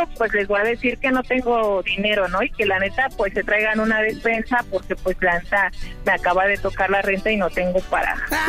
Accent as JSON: {"language": "Spanish", "region": "Mexico City", "country": "Mexico", "lives_now": "Guadalajara, Mexico", "said": "Yo vengo de México. Vengo de México. Me vine a vivir para acá."}